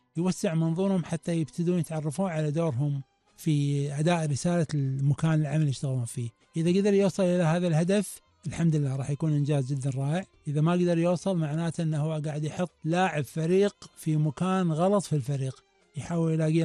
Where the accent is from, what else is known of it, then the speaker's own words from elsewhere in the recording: Kuwait; عندنا في الكويت